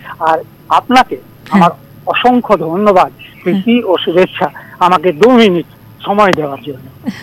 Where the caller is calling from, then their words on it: Dubrajpur, West Bengal, India; হ্যাঁ, আমি পশ্চিমবঙ্গের বীরভূম জেলার দুবরাজপুর থেকে।